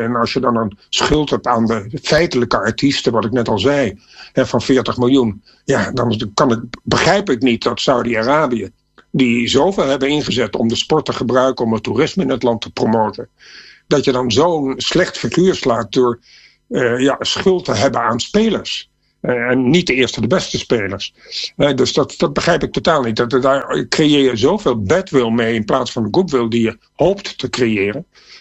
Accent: Netherlands; Wij zijn misschien als Nederlander enigszins bevooroordeeld.

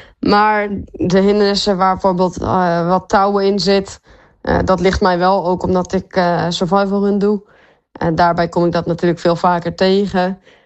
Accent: Netherlands; als Nederlander zijn heb je toch iets meer voordeel in de regen.

